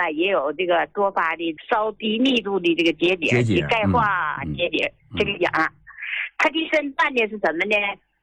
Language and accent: Chinese; Shenyang, Liaoning, China; 我是沈阳的。